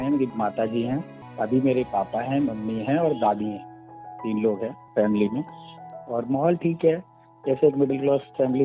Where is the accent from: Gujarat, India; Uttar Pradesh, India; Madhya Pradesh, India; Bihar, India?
Uttar Pradesh, India; Kanpur; मेरा जन्म कानपुर में ही हुआ है और मैं कानपुर उत्तर प्रदेश से ही रहने वाला हूँ और वहीं पे मेरा जन्म हुआ है।